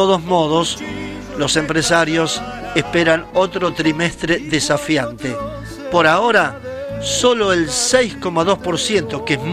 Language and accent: Spanish; Argentina